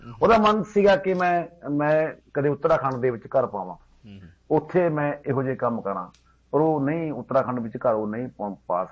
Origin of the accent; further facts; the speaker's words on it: Punjab, India; ਚਲੋ ਸਰ, ਮੇਰਾ ਪਿੰਡ ਨਾ ਜੀ ਮਤਲਬ ਪੁਆਧੀ ਖੇਤਰ ਦਾ ਪਿੰਡ ਹੈ, ਹਰਿਆਣੇ ਤੋਂ ਥੋੜੀ ਜਿਹੀ ਦੂਰ ਬਾਰਡਰ ਤੇ ਪੈਂਦਾ, ਪਛੜੇ ਹੋਏ ਇਲਾਕੇ ਦਾ ਪਿੰਡ ਆ ਮੇਰਾ।